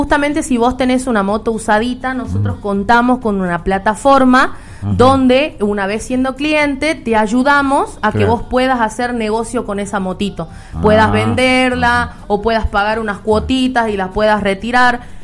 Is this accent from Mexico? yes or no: no; Salta, Argentina; Yo, obviamente, como soy nuevita, vine desde Salta, acá a trabajar a la zona.